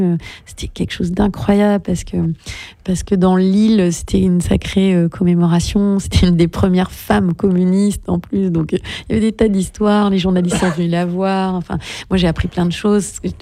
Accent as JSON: {"language": "French", "town": "Lisieux", "region": "Normandy", "country": "France", "tie": "born there", "said": "Alors, moi je suis née à Lisieux, hein, c'est pas très oui. exotique, mais mon papa est de Guadeloupe."}